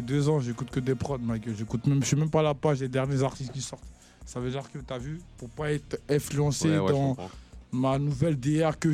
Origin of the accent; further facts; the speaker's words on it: Côte d’Ivoire; Je suis un Ivoirien de base.